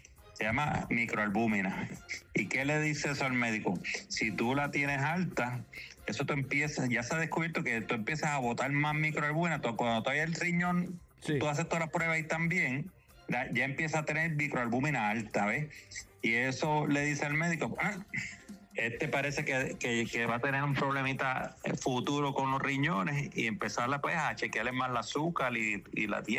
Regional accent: Isabela, Puerto Rico; Nosotros somos de Isabela, criados aquí.

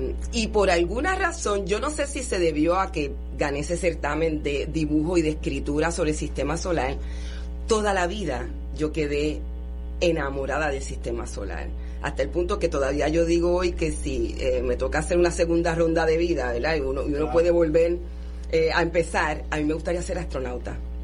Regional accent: Guaynabo, Puerto Rico; also born or lived in Cataño; como yo soy de Amelia, en ese barrio era que vivían mis abuelos.

